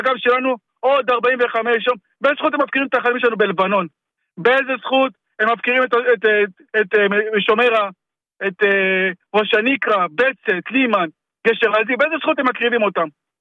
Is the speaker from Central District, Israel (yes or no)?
no; Nahariya, Northern District, Israel; born there